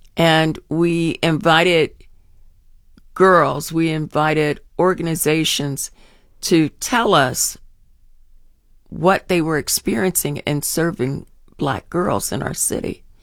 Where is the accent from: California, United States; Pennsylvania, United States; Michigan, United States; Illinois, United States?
Pennsylvania, United States; Philadelphia; now in Columbus, United States; when I was in Philadelphia, when I grew up in Philadelphia.